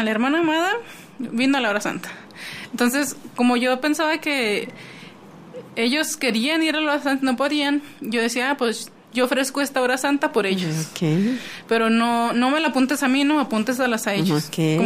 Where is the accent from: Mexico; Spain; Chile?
Mexico; Ciudad Juárez, Chihuahua; Sí, yo soy de aquí de Juárez.